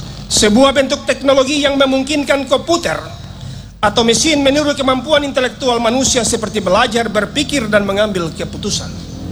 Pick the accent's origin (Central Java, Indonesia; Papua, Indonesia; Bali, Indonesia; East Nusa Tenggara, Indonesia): Papua, Indonesia; Jayapura; Yo, saya dari Jayapura, jadi saya bilang itu.